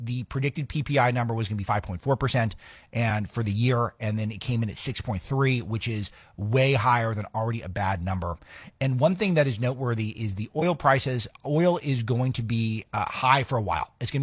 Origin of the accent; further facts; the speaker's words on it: California, United States; I come from California.